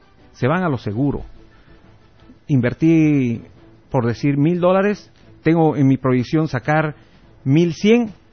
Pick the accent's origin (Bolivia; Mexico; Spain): Bolivia; estoy hablando como un boliviano